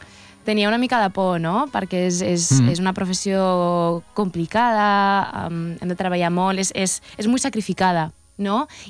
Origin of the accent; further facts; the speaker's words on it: Húmera, Community of Madrid, Spain; jo soc d'Humera, de Madrid, i el teatre Mira, que és el teatre de Pozuelo de Alarcón, va ser el primer teatre...